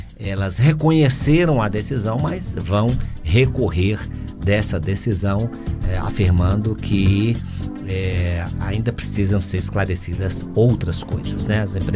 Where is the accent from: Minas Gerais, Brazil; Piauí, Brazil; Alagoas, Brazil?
Piauí, Brazil; Teresina; Saiu pra minha terra